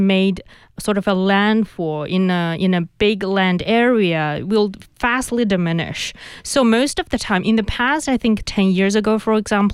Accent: Inner Mongolia, China; English is a second language; and even my hometown. You know, it's a very, very inland region in the Mongolia. We are also affected by typhoons.

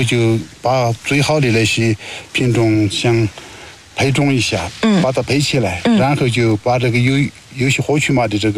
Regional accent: China; 我是从小就在这个地方长大的，所以说就我是大草原长大的，又是这黄河边长大的人

